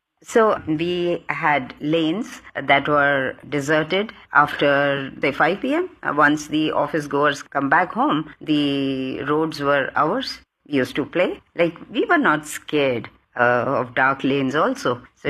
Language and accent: English; Delhi, India; Yeah, I was born in Delhi and I'm a pure Delhiite. I was born here, I was educated here, I did my MBBS here, I did my post-graduation here